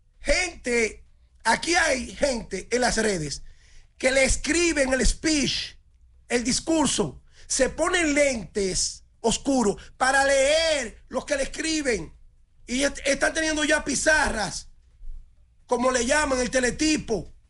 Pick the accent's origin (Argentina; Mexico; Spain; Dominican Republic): Dominican Republic; La Vega; moved away; yo que vengo de La Vega, siendo un niño, miraba cómo los muchachos terminaban de estudiar en el Liceo Don Pepe Álvarez o del colegio